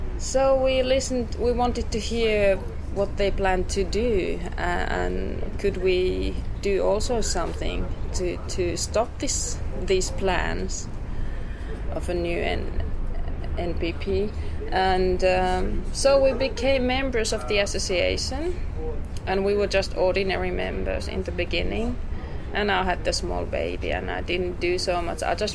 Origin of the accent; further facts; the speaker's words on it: Kalajoki, North Ostrobothnia, Finland; the local Greens asked me to be their candidate in Kalajoki, in my hometown.